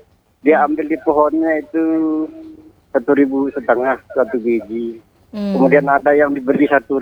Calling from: Lenek District, West Nusa Tenggara, Indonesia

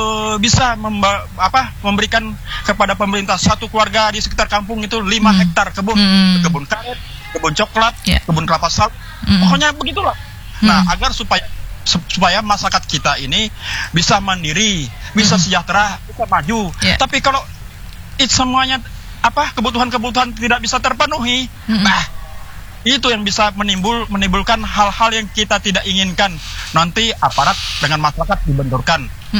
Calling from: East Kalimantan, Indonesia; kami juga orang Dayak ini, orang lokal ini

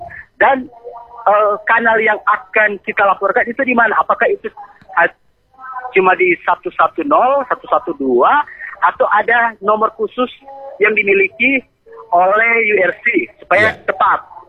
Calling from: North Sulawesi, Indonesia

